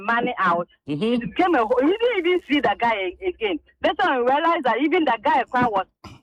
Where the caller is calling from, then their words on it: Abokobi, Greater Accra, Ghana; from Abokobi.